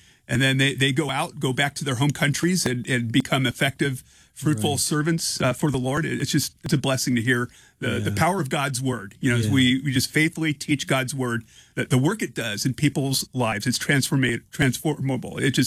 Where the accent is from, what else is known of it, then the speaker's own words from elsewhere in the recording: Czechia; I returned to my home country, that was in the Czech Republic